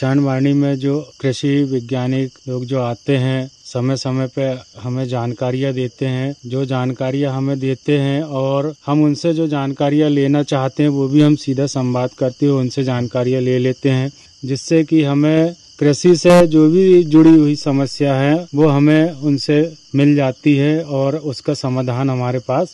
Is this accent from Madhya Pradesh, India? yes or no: yes; Bangaon, Madhya Pradesh, India; मैं ग्राम बनगांव से हूँ, जिला छिंदवाड़ा।